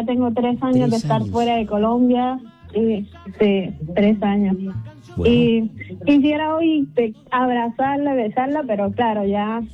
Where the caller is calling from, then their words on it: Barcelona, Catalonia, Spain; Desde Barcelona, España.